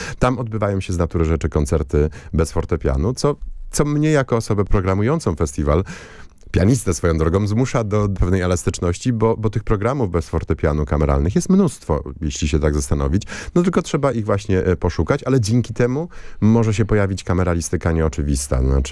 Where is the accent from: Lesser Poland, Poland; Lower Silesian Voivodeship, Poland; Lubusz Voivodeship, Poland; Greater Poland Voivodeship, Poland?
Lubusz Voivodeship, Poland; Zielona Góra; Ja osobiście pochodzę z Zielonej Góry, uwielbiam to miasto